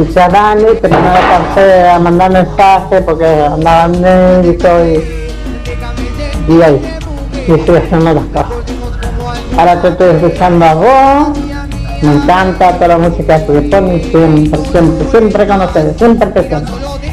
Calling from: Carcarañá, Santa Fe, Argentina; de Carcarañá

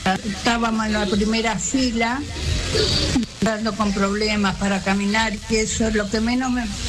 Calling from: Punta Alta, Buenos Aires Province, Argentina; Yo desde acá, desde Punta Alta.

